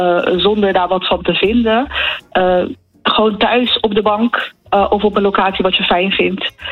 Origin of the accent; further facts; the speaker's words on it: Rotterdam, South Holland, Netherlands; Ik ben gewoon een Rotterdammer die gewoon in de stad loopt.